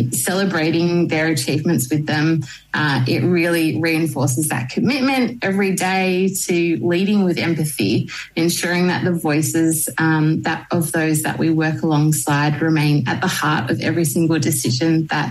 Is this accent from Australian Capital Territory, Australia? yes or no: no; Sutherland Shire, New South Wales, Australia; growing up in the Sutherland Shire